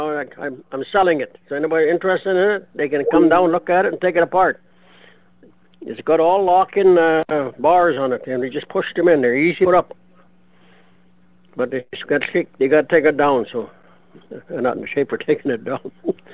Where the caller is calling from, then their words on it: Manitoba, Canada; I'm calling from Cloudy Interlake.